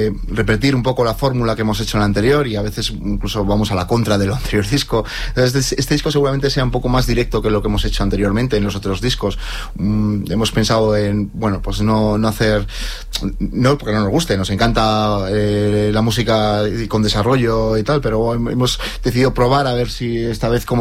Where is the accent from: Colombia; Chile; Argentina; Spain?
Spain; Almuñécar, Andalusia; Abderramán es una escultura que hay en mi pueblo, que es en Almuñécar, que es en Andalucía.